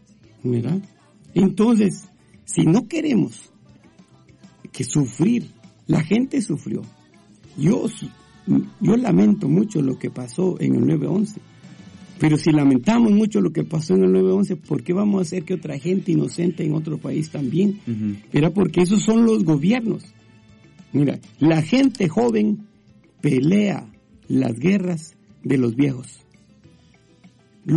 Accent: Guatemala; moved away; ¿Quién quiere salir de su país? Cuando yo salí de Guatemala, salí llorando y me pasé años llorando aquí también.

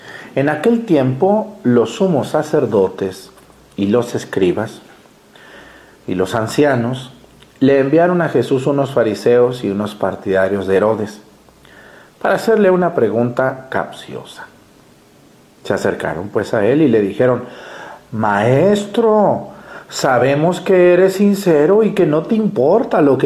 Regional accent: Mexticacán, Jalisco, Mexico; moved away; a Mexicacán, a mi pueblo

